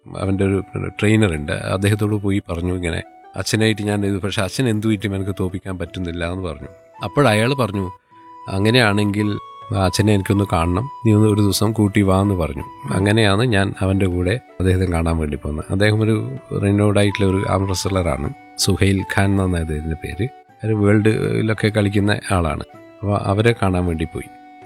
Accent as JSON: {"language": "Malayalam", "town": "Taliparamba", "region": "Kerala", "country": "India", "tie": "born or raised there", "said": "ഇപ്പം ഞാൻ താമസിക്കുന്നത് തളിപ്പുറമ്പ് എന്ന് ഒരു 4 കിലോമീറ്റർ മാറി അരിയിൽ എന്ന് പറയുന്ന ഒരു പ്രദേശത്താണ്. അവിടെയാണ് വീടെടുത്തിട്ട് അവിടെയാണ് താമസിക്കുന്നത്."}